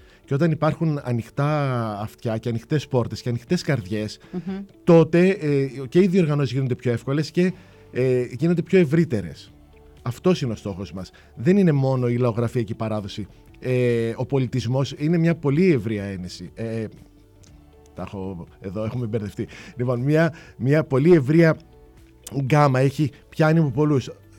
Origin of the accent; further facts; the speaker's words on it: Xanthi, Eastern Macedonia and Thrace, Greece; Είμαστε πολύ δεμένοι σε αυτό το κομμάτι εδώ οι ντόπιοι της Ξάνθης, οι Ξανθιώτες.